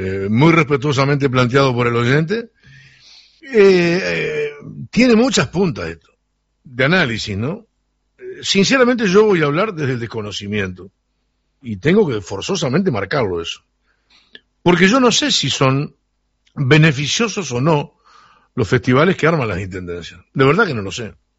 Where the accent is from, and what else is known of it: Uruguay